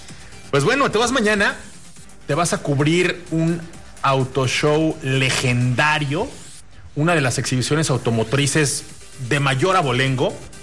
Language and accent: Spanish; Cuernavaca, Morelos, Mexico; moved away; como decimos allá en Cuerna